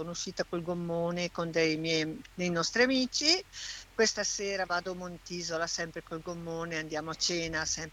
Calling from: Bergamo, Lombardy, Italy; Io sono bergamasca.

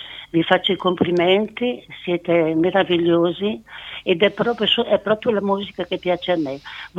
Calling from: Brescia, Lombardy, Italy; Dalla Brescia periferia.

